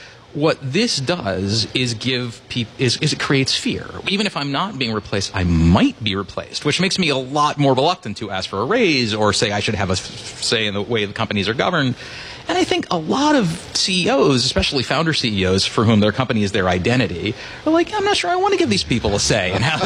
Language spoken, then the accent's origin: English; Rockville, Maryland, United States; born or raised there